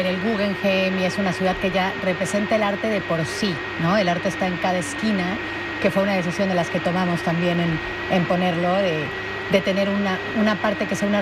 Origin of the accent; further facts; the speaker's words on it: Mexico; Soy de México.